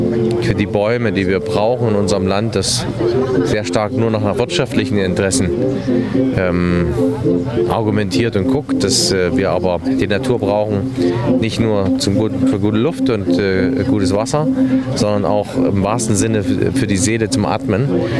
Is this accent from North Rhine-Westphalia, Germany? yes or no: no; Thuringia, Germany; Na, ich bin ja Thüringer und ich bin froh, wenn ich in Thüringen erstens besondere Projekte auswählen darf